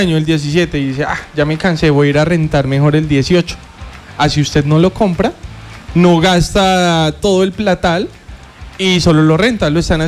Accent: Colombia; que somos, sí, los colombianos.

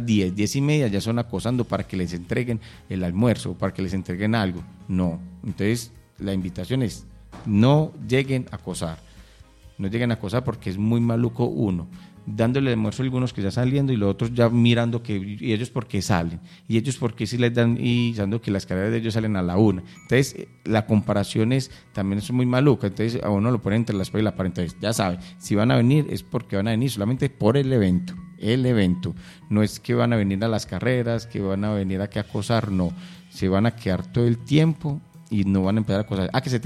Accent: Angostura, Antioquia, Colombia; Ustedes saben que nosotros somos de acá. Yo soy de acá de Angostura

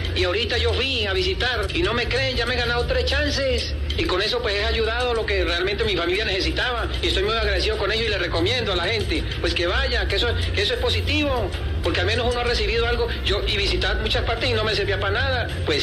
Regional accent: Neiva, Huila, Colombia; Yo soy de Neiva, Huila.

